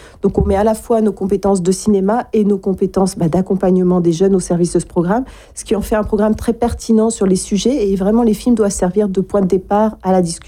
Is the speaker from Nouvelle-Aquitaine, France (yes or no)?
no; Brittany, France; chez nous en Bretagne, d'avoir de nombreuses salles à proximité, évidemment pas seulement à Brest.